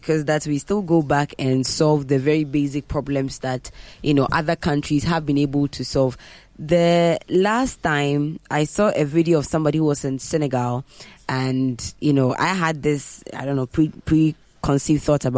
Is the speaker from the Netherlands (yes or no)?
no; Ghana